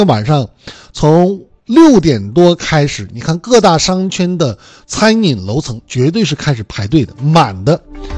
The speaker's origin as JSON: {"language": "Chinese", "town": "Changchun", "region": "Jilin", "country": "China", "tie": "born or raised there", "moved": "yes", "lives_now": "Haikou, China", "said": "我老家长春都是600多万、700万人口"}